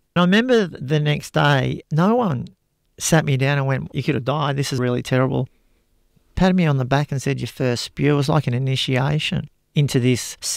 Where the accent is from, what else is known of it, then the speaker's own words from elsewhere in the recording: Frankston, Victoria, Australia; And because I was in the music scene and I grew up in Frankston, it introduced me to a whole nother level of drug use.